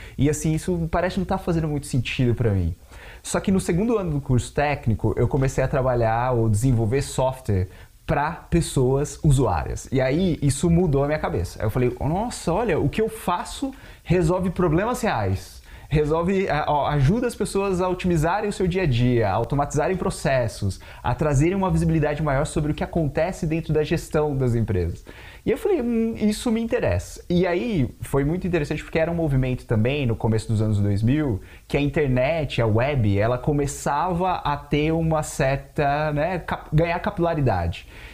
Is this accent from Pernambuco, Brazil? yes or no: no; Bauru, São Paulo, Brazil; Eu brinco que eu literalmente cresci dentro da unidade de Bauru